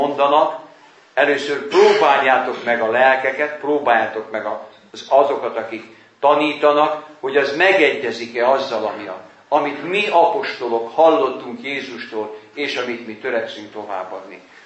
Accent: Vojvodina, Serbia; Odahaza Vajdaságban

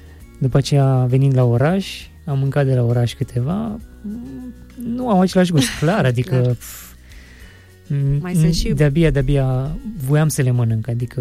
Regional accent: Valea lui Alb, Romania; moved away; locuind la oraș, realizez că a fost o mare binecuvântare să locuiesc așa, într-o zonă de țară. O zonă frumoasă

